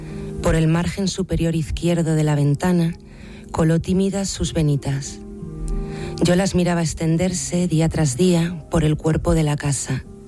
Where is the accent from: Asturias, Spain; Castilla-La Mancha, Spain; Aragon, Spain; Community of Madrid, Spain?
Community of Madrid, Spain; Madrid; Yo soy de Madrid.